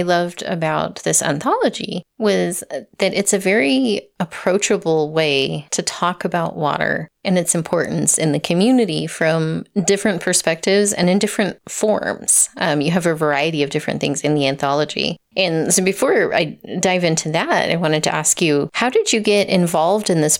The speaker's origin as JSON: {"language": "English", "region": "Four Corners", "country": "United States", "tie": "born or raised there", "said": "I grew up here right in the Four Corners, and just in my life, like seeing the changes in the weather patterns and snow and how we use water. I grew up in a pretty small town that's mostly agricultural."}